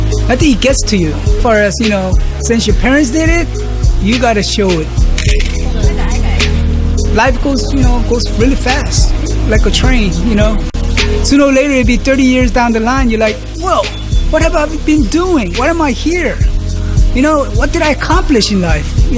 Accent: South Korea; now in United States; We're from Korea, so I'm kind of like in the culture where, family's first concept.

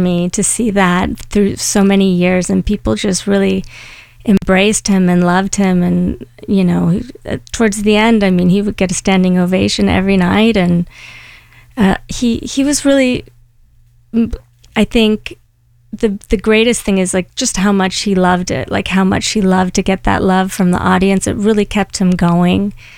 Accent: Beverly Hills, California, United States; I grew up in Beverly Hills

